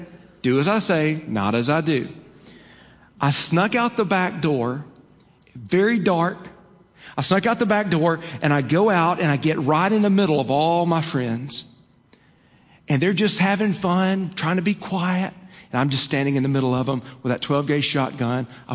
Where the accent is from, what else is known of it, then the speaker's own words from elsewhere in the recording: Alabama, United States; But I grew up in North Alabama, in Lawrence County, Alabama. We grew up on a cattle ranch